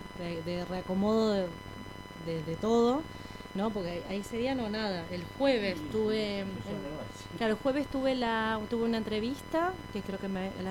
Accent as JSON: {"language": "Spanish", "town": "Ushuaia", "region": "Tierra del Fuego", "country": "Argentina", "tie": "born there", "moved": "yes", "said": "desde que nací en Ushuaia"}